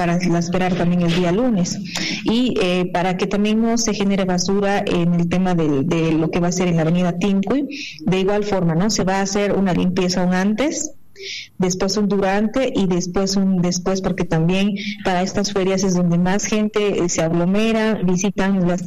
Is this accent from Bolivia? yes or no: yes; Potosí, Bolivia; sabemos nosotros como potosinos que tenemos y como bolivianos la costumbre de, bueno, en agosto hacer las poas